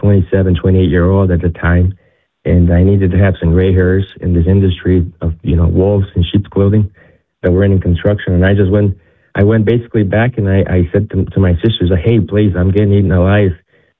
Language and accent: English; Ecuador; English is a second language; moved away as an adult; now in United States; Now, I grew up in Ecuador for 17 years. I spent there, and then I came to the U.S. to get my engineering degree